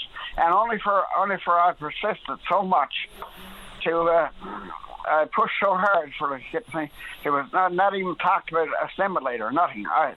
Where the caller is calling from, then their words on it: Newfoundland and Labrador, Canada; here in Newfoundland